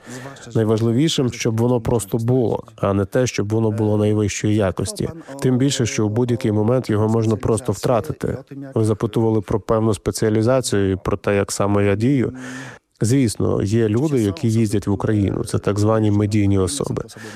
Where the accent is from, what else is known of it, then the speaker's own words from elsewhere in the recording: Poland; У мене в крові є досвід окупації. Тому це інстинктивно. І саме тому для мене очевидно, що як поляк я підтримую країну, яка переживає фактично те саме.